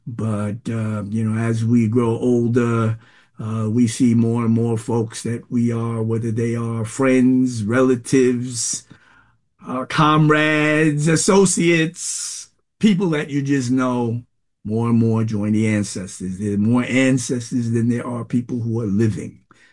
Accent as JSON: {"language": "English", "region": "New York", "country": "United States", "tie": "born or raised there", "said": "I come from a time when we didn't have air conditioning. When I grew up back in Throgs Neck Projects, there was no air conditioning."}